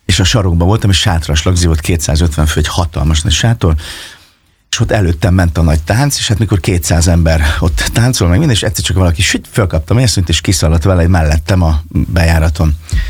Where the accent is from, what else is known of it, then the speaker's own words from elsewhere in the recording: Fényeslitke, Szabolcs-Szatmár-Bereg, Hungary; also born or lived in Kisvárda; Hát ugye én Fényes Litkén nőttem föl, és Kisvárdán születtem